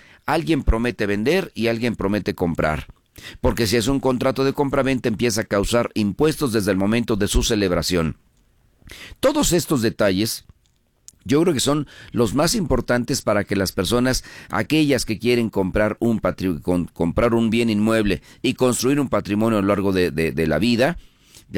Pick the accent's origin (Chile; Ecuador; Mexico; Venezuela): Mexico; yo creo que la gran mayoría de nosotros, de la población y como mexicanos, y hoy estamos con la idea de adquirir una propiedad.